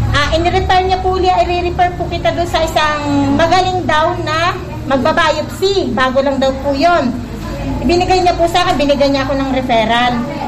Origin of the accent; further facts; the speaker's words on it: Calapan, Oriental Mindoro, Philippines; Nasareto po.